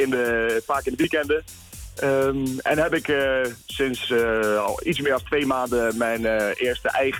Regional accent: Gelderland, Netherlands; ik ben 25 jaar en ik kom uit Greffenkamp, een buurtschap naast Didam, in de Achterhoek.

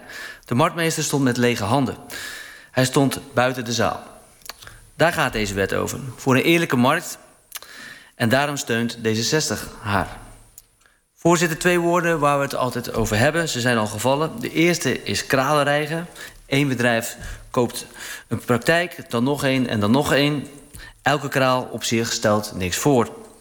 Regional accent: Netherlands

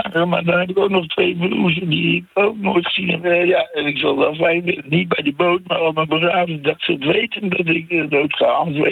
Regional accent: Groningen, Netherlands; also born or lived in Friesland; now in The Hague, Netherlands; Ik ben in Friesland geboren, getogen in Groningen. En ik woon al 30, 40 jaar in Den Haag.

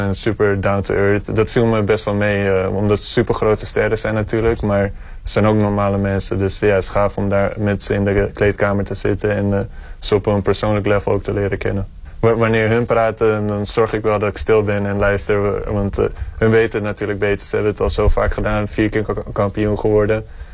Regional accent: Muiden, North Holland, Netherlands; moved away as an adult; now in United States; kom van Muiden, geboren en getogen in Nederland

